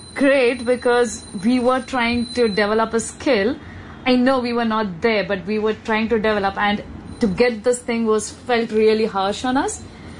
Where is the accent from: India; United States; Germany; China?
India; Mumbai, Maharashtra; In India, we first have to clear the exams for the state we belong to. So I came from Mumbai.